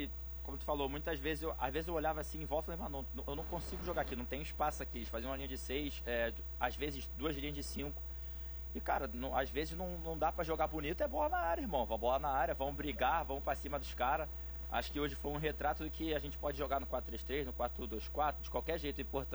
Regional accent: Brazil; Deu orgulho de ser brasileiro, pô, demais.

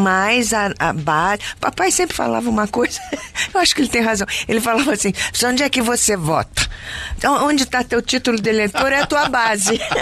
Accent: Rio de Janeiro, Brazil; now in São Paulo, Brazil; Sou natural do Rio de Janeiro.

